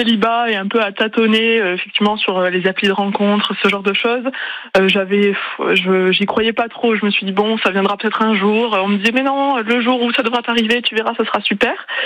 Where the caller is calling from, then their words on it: Toulouse, Occitanie, France; Non, moi, je suis toulousaine